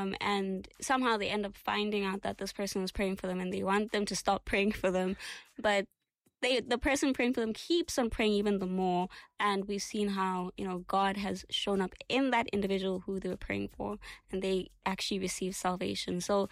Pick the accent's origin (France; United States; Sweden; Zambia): Zambia; Ndola, Copperbelt; We grew up together in Indola.